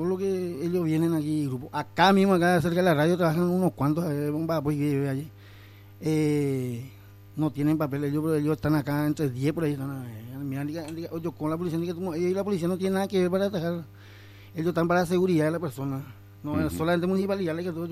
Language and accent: Spanish; Pedro Juan Caballero, Amambay, Paraguay; Todos somos de Pedro Juan. Acá nosotros vivimos, acá tenemos nuestra familia y todo.